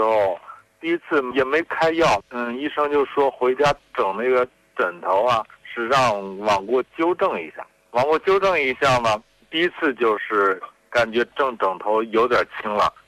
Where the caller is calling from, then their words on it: Handan, Hebei, China; 河北邯郸。